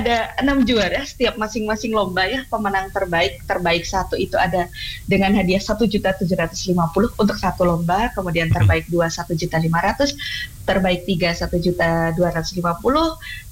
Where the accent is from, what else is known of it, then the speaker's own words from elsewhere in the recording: Java, Indonesia; first language Javanese; Indonesian is a second language; moved away; Saya sebagai orang Jawa ya